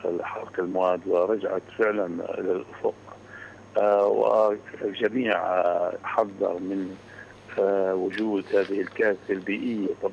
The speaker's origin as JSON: {"language": "Arabic", "country": "Palestine", "said": "كفلسطينيين"}